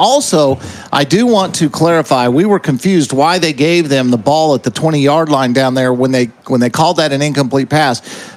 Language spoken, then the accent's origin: English; Clovis, New Mexico, United States; I grew up in Clovis